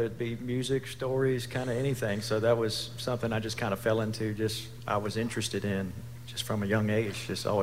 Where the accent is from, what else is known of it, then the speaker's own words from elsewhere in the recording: Rustburg, Virginia, United States; moved away as an adult; now in Nashville, United States; I grew up in a town just south of Lynchburg, Virginia, called Rushburg, Virginia.